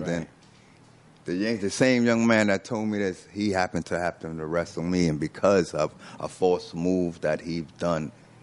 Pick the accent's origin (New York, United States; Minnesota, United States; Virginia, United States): New York, United States; New York City; I grew up in Queensbridge, you know, and mm-hmm. Queensbridge is one of the largest housing projects in the world.